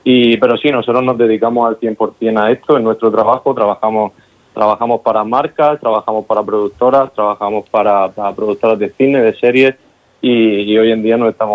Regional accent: Region of Murcia, Spain; somos murcianos y estamos muy orgullosos de serlo

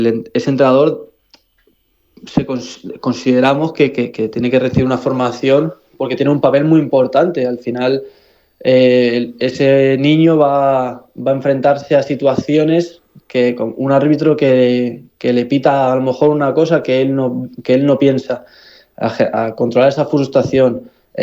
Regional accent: Garciotum, Castilla-La Mancha, Spain; Al final son pueblos muy pequeñitos. Él es de Cardiel y yo soy de Garciotú. Y son pueblos hermanos prácticamente.

